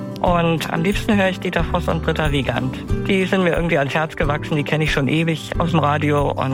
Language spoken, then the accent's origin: German; Kassel, Hesse, Germany; Na, Kassel, meine Heimat.